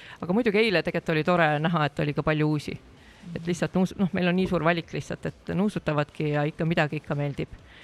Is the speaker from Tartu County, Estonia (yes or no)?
yes; Tartu, Tartu County, Estonia; No meil on see, et see on lihtsalt meie kodulinn, et noh, Tartu laadad ongi